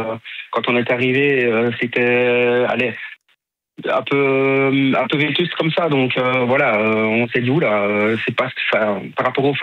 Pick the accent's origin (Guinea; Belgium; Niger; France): Belgium; Rendeux, Wallonia; Je viens de Rendeux, moi.